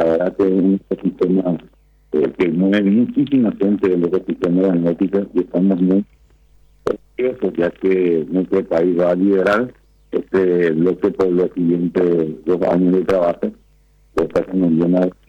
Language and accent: Spanish; Paraguay